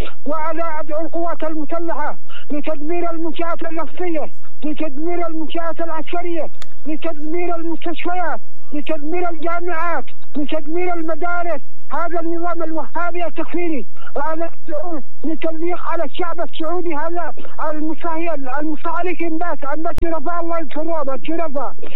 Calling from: Yemen; محافظة ابن جديد بالعزة الثانية.

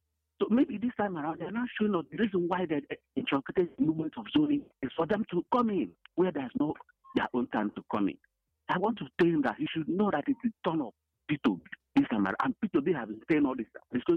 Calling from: Ugo, Edo, Nigeria; I'm reaching from Ugo.

